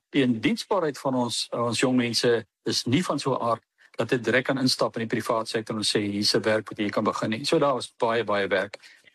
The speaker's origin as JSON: {"language": "Afrikaans", "town": "George", "region": "Western Cape", "country": "South Africa", "said": "in my area waar ek vandaan kom, hoeveel gemeenskapsale is daar? Ek dink as 'n stuk of 14 gemeenskapsale reg oor die breër George area."}